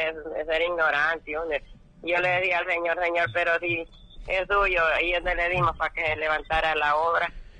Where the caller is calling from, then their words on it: Cedros, Francisco Morazán, Honduras; de aquí de Aguasalada, Cedros, cerca de Talanga.